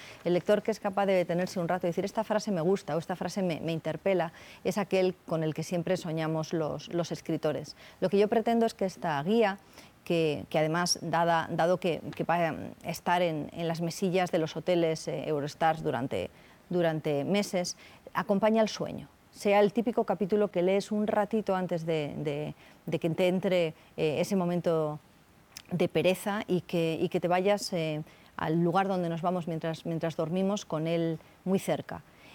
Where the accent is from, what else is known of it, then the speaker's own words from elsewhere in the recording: Spain; como occidental, como española en este caso